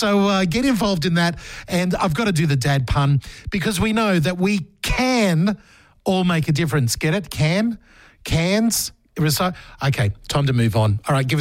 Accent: Queensland, Australia; you know, I grew up in Queensland, so we call them poppers.

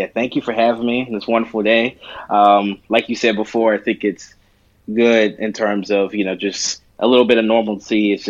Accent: Pittsburgh, Pennsylvania, United States; So I lived all over the place. I've moved a lot throughout the city. I spent most of my time in the Hazelwood neighborhood. And I currently live in Squirrel Hill now.

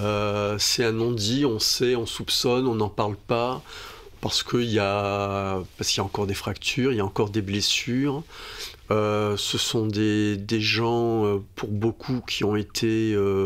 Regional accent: Nouméa, New Caledonia; born there; Alors moi, je suis né à Nouméa, hein, en ville.

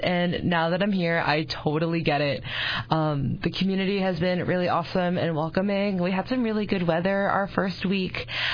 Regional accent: Kansas City, United States; moved away as an adult; also born or lived in Sitka / St. Louis; now in Bethel, United States; I'm from Kansas City.

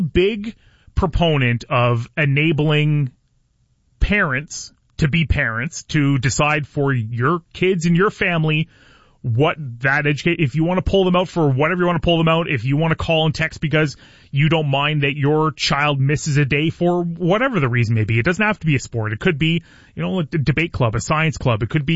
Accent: Belle River, Ontario, Canada; which I used to listen to when I was a kid growing up in Pewson and Bell River.

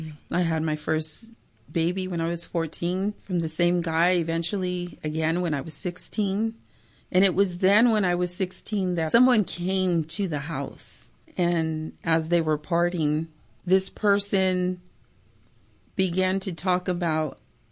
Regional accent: Cudahy, California, United States; We were raised in Cudahy, California, okay, and surrounded by gangs, surrounded by drugs, alcohol.

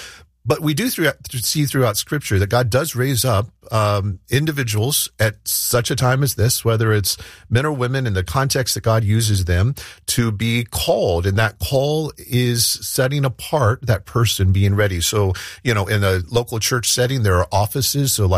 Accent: Ohio, United States; I grew up in Southwest Ohio.

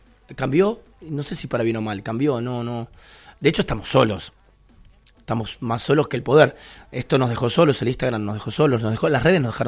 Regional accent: Buenos Aires, Argentina; nosotros en Buenos Aires y Capital perdimos, que es un poquito de dónde venimos

